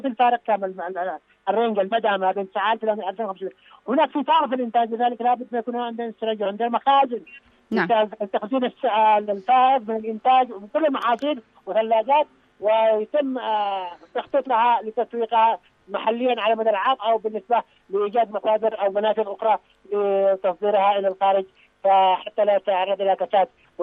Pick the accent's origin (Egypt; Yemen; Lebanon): Yemen; Dhamar; عندنا في دمار هنا في محافظة دمار